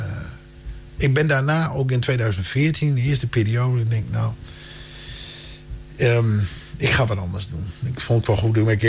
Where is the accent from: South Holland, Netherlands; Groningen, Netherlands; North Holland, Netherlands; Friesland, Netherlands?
Groningen, Netherlands; Westerwolde; Nou, ik kwam natuurlijk uit Vesterwolde.